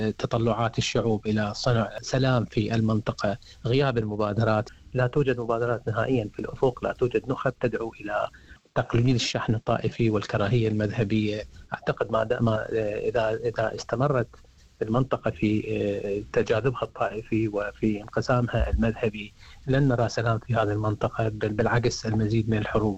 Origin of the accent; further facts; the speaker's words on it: Iraq; now in Australia; أنا ألاحظ هذا الموضوع على المستوى الاجتماعي كجاليات يعني كعراقيين